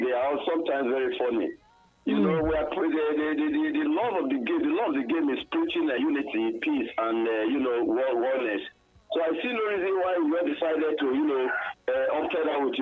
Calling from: Ikorodu, Lagos, Nigeria; I'm from Ikorodu.

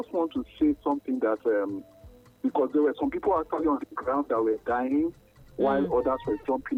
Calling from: Canada; I'm calling from Canada.

